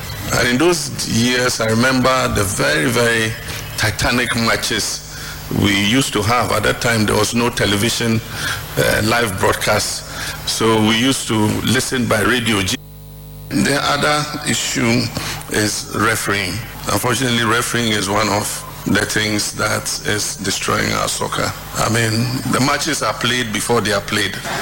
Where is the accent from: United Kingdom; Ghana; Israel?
Ghana; once you are identified as a Ghanaian, somebody would shout, "Oh, Asante Kotoko," or "Accra House of Folk," or "Abedi Pele,"